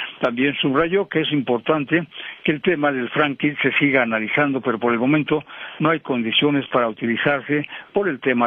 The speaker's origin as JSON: {"language": "Spanish", "town": "Tlalpujahua", "region": "Michoacán", "country": "Mexico", "tie": "born or raised there", "said": "Tlalpujahua, mi tierra"}